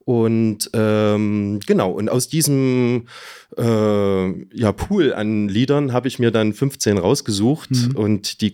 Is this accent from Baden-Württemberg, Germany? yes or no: no; Leipzig, Saxony, Germany; wir kommen aus Leipzig